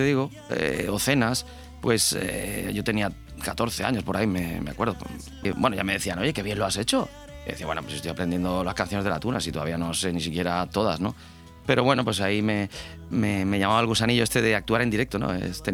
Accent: Novelda, Valencian Community, Spain; born or raised there; moved away as an adult; now in Benidorm, Spain

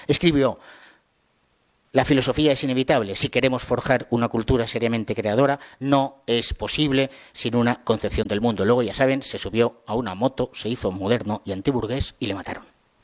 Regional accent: Spain

